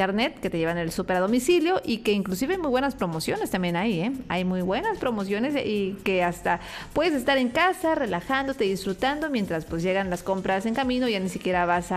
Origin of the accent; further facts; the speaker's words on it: Mexico; Dirían, como buen mexicano, todo dejamos luego a lo último.